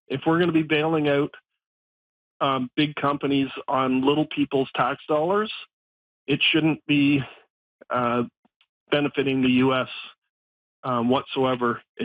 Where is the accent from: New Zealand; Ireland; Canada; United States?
Canada; going to hurt me just because I'm Canadian